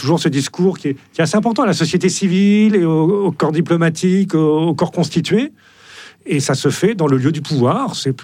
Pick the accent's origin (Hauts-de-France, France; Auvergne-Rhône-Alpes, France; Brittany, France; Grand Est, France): Hauts-de-France, France; Saint-Omer; Moi, je vais partir aussi sur mes racines. J'ai grandi à Saint-Omer, qui est une petite ville du Pas-de-Calais, qui a une cathédrale.